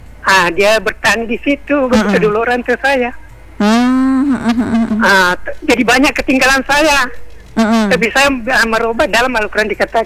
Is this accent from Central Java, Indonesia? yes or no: no; Soppeng, South Sulawesi, Indonesia; moved away as an adult; also born or lived in Samarinda